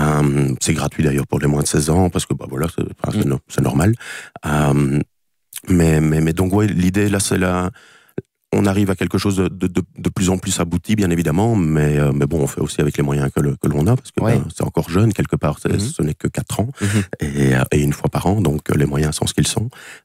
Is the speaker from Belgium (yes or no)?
yes; Namur, Wallonia, Belgium; Parce qu'on est namurois